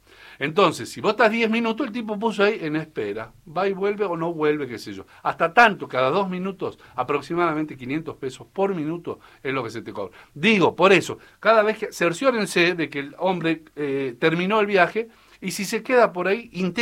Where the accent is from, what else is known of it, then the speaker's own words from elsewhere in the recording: Salta, Argentina; Anta, mi tierra arisca!